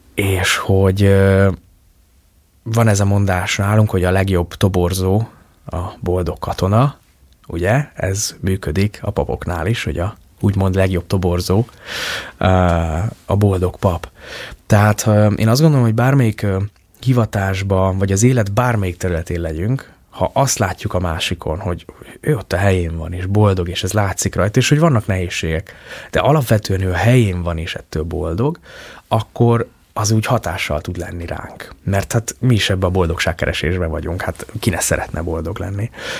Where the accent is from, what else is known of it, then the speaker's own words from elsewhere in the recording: Sopron, Győr-Moson-Sopron, Hungary; meg a gyerekkorom meghatározó élménye, ugye én soproni vagyok, úgy ott a határa, azt azért kinőttem.